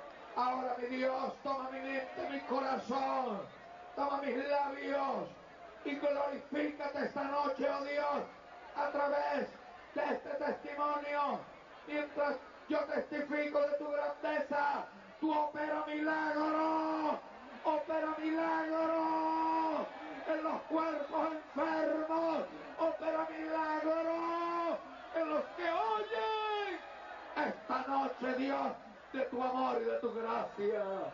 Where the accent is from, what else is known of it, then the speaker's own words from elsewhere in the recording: Altagracia de Orituco, Guárico, Venezuela; A la edad de 14 años, en mi pueblo natal, la ciudad de Altagracia de Orituco, en el estado Guárico